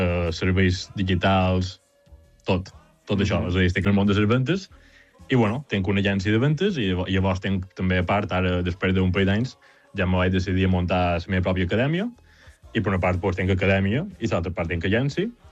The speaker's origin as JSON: {"language": "Catalan", "town": "Porreres", "region": "Balearic Islands", "country": "Spain"}